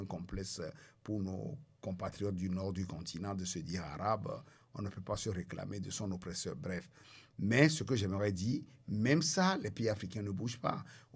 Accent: Togo; je connais la langue, mais bon, ils ne savent pas que je suis Togolais

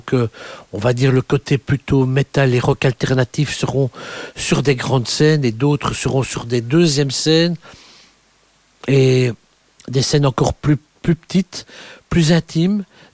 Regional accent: Belgium; chez nous en Belgique

